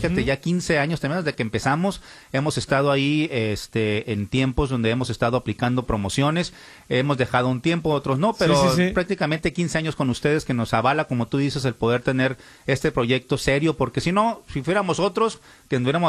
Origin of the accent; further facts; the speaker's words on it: Mexico; now in California, United States; O sea, tantas cosas que tenemos como cultura mexicana, cultura hispana, donde pues hacemos la fiesta ahí en la orilla de la playa, comemos muy rico, la familia, las tostadas.